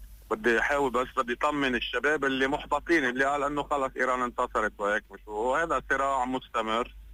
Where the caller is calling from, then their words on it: South Lebanon, Lebanon; من الجنوب.